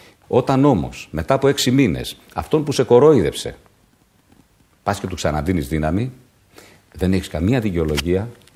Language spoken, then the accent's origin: Greek; Greece; Είμαι ένας Έλληνας